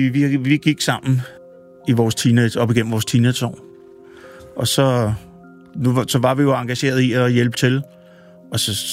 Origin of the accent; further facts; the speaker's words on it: Copenhagen, Capital Region of Denmark, Denmark; Jeg er født og opvokset på Østerbro, ja.